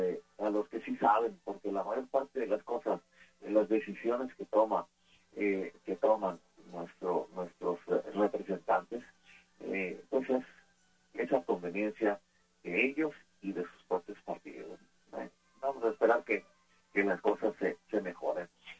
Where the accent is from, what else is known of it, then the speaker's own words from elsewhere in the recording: Mexico; todos los mexicanos